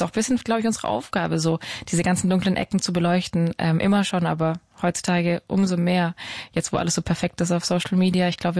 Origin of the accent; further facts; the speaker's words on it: Baden-Württemberg, Germany; now in Berlin, Germany; Nee, ich war am Bodensee, ich bin ja im Schwabenland aufgewachsen.